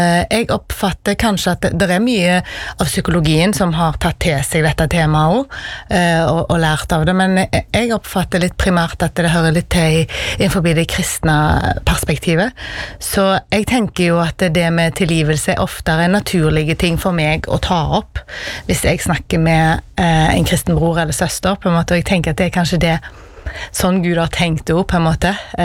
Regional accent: Karmøy, Rogaland, Norway; jeg kommer fra Karmøy.

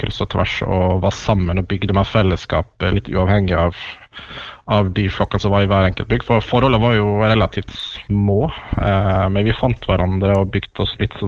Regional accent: Syvde, Møre og Romsdal, Norway; also born or lived in Langevåg; now in Sandnes, Norway; Ellers så kom jeg opprinnelig fra Sunnmøre, fra, jeg sier ofte Syvde, selv om jeg hadde noen år I Langevåg først, så det Syvde jeg hatt store deler av min barndom og ungdom.

